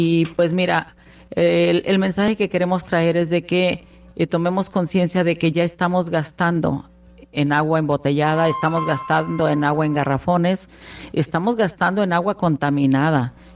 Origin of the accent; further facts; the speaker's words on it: Colima, Mexico; Yo soy de Colima